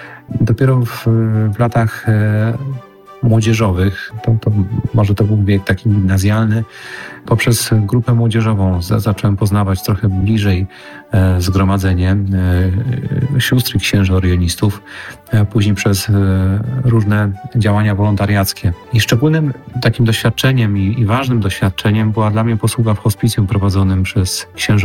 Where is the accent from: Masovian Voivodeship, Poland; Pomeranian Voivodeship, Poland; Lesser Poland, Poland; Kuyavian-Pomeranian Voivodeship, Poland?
Masovian Voivodeship, Poland; Wołomin; Pochodzę z Wołomina, podwarszawskiego Wołomina, z parafii prowadzonej przez księży orionistów.